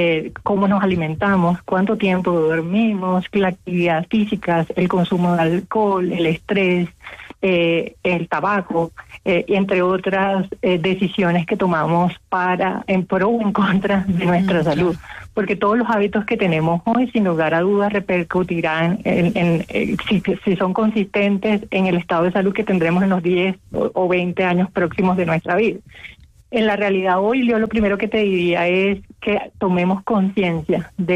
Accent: Colombia

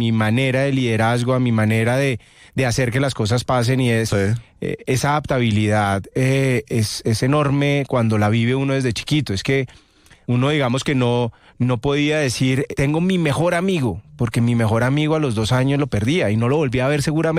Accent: Bogotá, Colombia; Nací y crecí en Bogotá, en la zona norte, en Usaquén.

